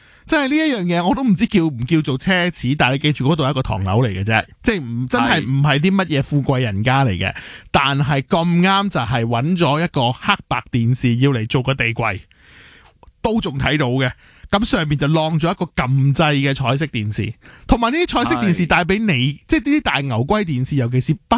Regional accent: Hong Kong; 我哋香港人

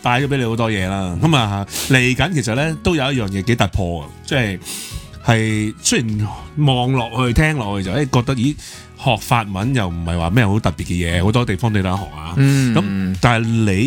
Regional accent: Fujian, China; 譬如我福建人咁，我啲屋企人親戚嗰啲個個都以為自己講緊廣東話，其實係福建話嚟嚇

